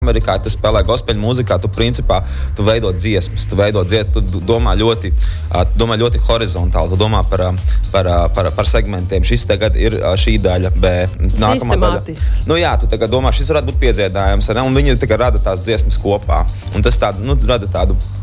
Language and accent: Latvian; Saldus Municipality, Latvia; now in Riga, Latvia; jā. Es esmu puisis no Saldus rajonā, kas dzīvo Rīgā un citās pilsētās pasaulē